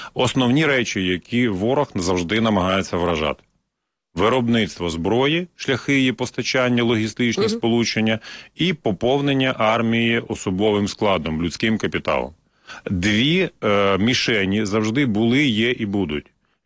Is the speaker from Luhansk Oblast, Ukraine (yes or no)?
yes; Luhansk Oblast, Ukraine; я народився і виріс на Донбасі, на Луганщині, і поруч зі мною завжди були або шахтарі, або металурги